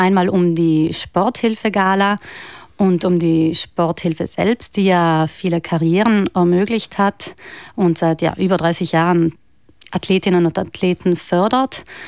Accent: Bolzano, Trentino-Alto Adige, Italy; first language German; also born or lived in Val Gardena; ich habe zwar einen ladinischen Nachnamen, ich bin auch Grönerin, aber ich bin in Bozen aufgewachsen und ja, vielleicht würde ich sogar Deutsch als meine Muttersprache bezeichnen.

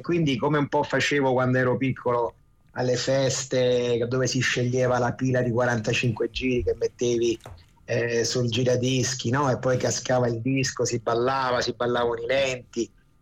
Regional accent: Rome, Lazio, Italy; l'Italia è sempre il mio paese, Roma soprattutto è la mia città, quindi comunque mi fa bene stare un po' qua e un po' di là.

